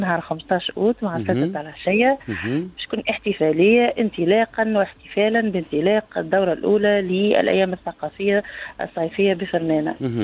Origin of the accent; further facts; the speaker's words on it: Tunisia; أنا كامرأة تونسية وأيضا أنا عيد ميلادي فعلا معناها اليوم.